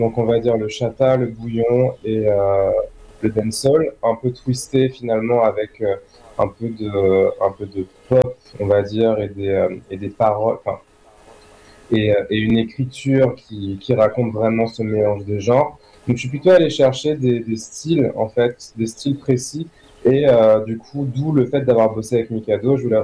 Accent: Fort-de-France, Martinique; also born or lived in Le Vauclin / Trinité; now in Paris, France; Alors, moi, j'ai grandi en Martinique tout d'abord à Fort-de-France. Donc, j'ai grandi

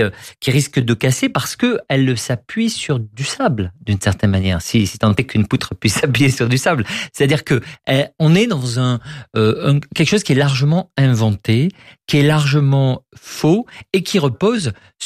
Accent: Southern France, France; je viens d'un petit village du sud de la France, de petits paysans ruinés par l'Union européenne.

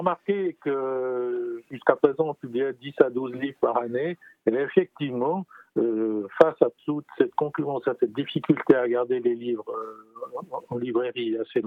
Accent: Switzerland; on est suisse

